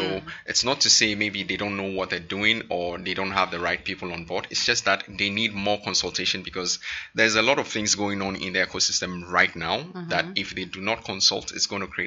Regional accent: Ghana; But if it requires that maybe me being Ghanaian means that another investor may not necessarily be comfortable investing.

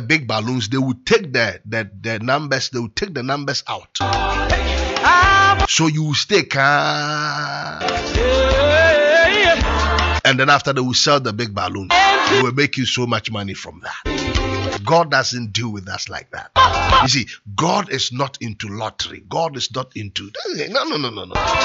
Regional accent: Accra, Greater Accra, Ghana; We're growing up in Abeka.

